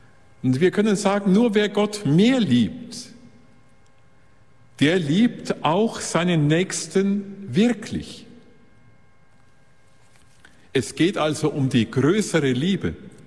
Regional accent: Kronach, Bavaria, Germany; born there; Ich bin ja in der Nähe von Bamberg geboren, in Kronach

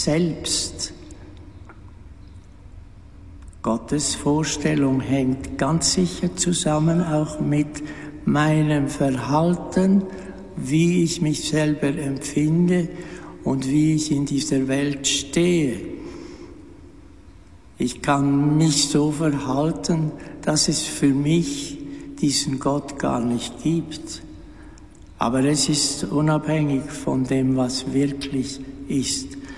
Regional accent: Switzerland; Als Schweizer habe ich gefragt in unserem Land

